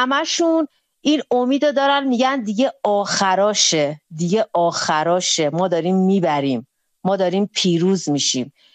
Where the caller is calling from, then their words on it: Iran; من خودم هم به عنوان یک ایرانی